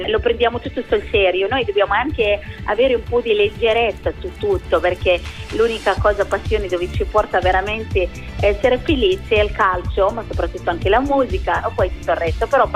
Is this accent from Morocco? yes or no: yes; Rabat, Rabat-Salé-Kénitra, Morocco; now in Italy; Io sono nata a Rabat, nella capitale del Marocco, è una città meravigliosa